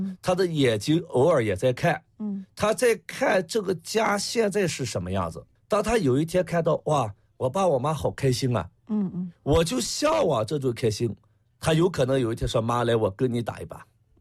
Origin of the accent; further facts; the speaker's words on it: Yulin, Shaanxi, China; 你比如说我们说我的家乡在榆林，不是榆林土地是我的家乡，是榆林人是我的家乡。